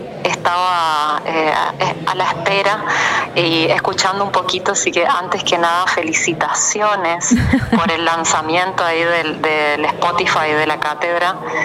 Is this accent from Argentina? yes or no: yes; Corrientes, Argentina; Yo, nacida y criada en Corrientes Capital, soy diseñadora gráfica y soy artista.